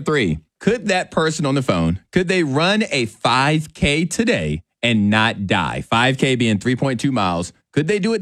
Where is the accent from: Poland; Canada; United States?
United States; Chatham, Virginia; growing up in Chatham